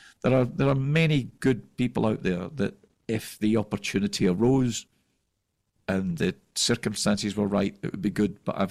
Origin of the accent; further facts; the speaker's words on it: Scotland, United Kingdom; they were a well-known band in Scotland, my home country at the time.